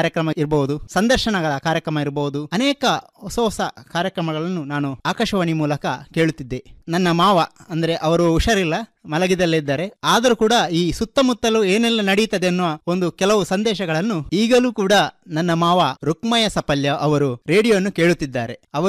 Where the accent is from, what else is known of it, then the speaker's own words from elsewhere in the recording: Devandabettu, Karnataka, India; ನಮ್ಮ ಊರಿನ ಗ್ರಾಮದೇವತೆಯಾದ ದೇವಂದಬೆಟ್ಟು ಶ್ರೀ ಲಕ್ಷ್ಮೀ ವಿಷ್ಣುಮೂರ್ತಿ ದೇವಸ್ಥಾನದ